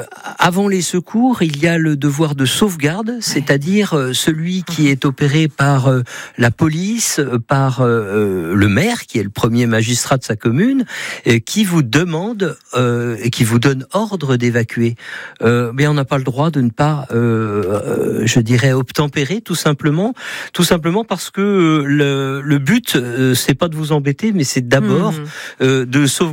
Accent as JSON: {"language": "French", "country": "France", "said": "nous, en France métropolitaine"}